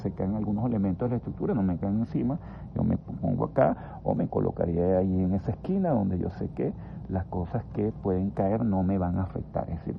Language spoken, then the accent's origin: Spanish; Venezuela